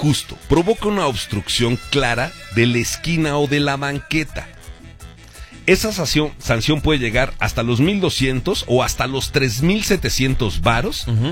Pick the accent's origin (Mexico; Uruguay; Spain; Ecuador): Mexico; O sea, somos buenos mexicanos, ¿no?